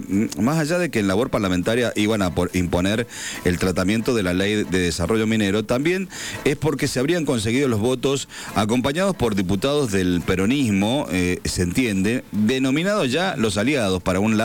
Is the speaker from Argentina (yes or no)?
yes; Argentina; Nosotros somos argentinos, también queremos ver el partido.